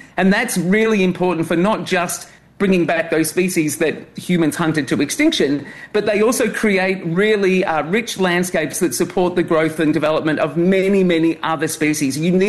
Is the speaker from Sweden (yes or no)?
no; Australia; my home country of Australia